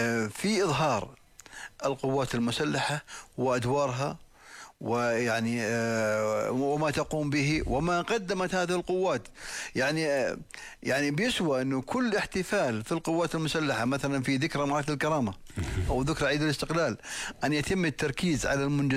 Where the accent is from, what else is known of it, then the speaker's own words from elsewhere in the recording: Jordan; انا كأردني